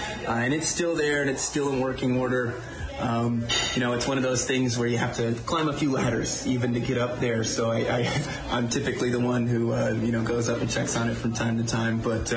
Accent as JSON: {"language": "English", "town": "Sebastian", "region": "Florida", "country": "United States", "tie": "born there", "also_born_or_lived": "Vero Beach, Florida", "moved": "yes", "said": "I was born in Vero Beach, but I lived in Sebastian."}